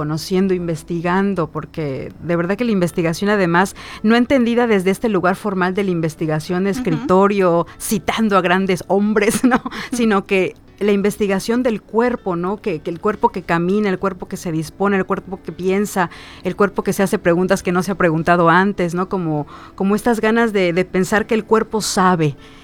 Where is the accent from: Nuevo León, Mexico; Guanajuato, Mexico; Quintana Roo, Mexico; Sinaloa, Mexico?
Quintana Roo, Mexico; Cancún; moved away as an adult; now in Mérida, Mexico; Yo soy originaria de Cancún y migro a Mérida en el 2010.